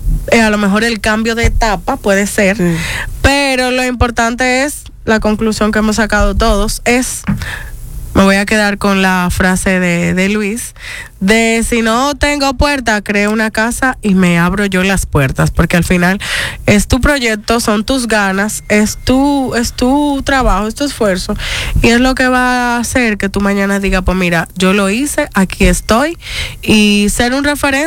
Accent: Dominican Republic; El segundo año era, yo soy dominicana, ven para acá.

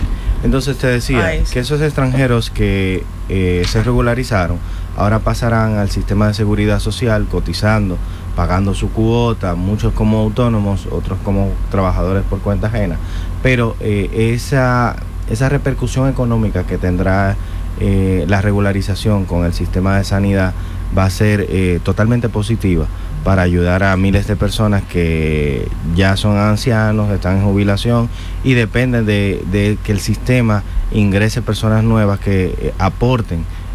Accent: Dominican Republic; now in Spain; esa conexión con la madre patria, como decimos los dominicanos

